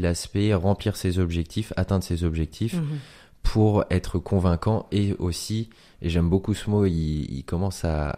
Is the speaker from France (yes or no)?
yes; Caen, Normandy, France; born there; j'ai 27 ans et je suis originaire de Caen.